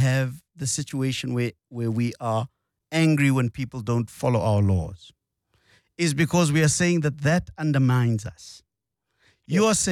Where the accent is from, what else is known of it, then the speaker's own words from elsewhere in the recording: South Africa; our law, the South African law, says that if a child is born of one of the parents being South African